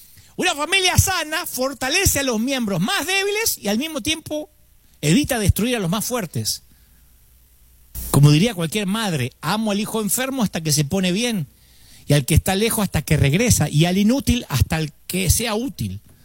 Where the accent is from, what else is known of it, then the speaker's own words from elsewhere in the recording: Billinghurst, Buenos Aires Province, Argentina; born there; Nací en Billinghurst.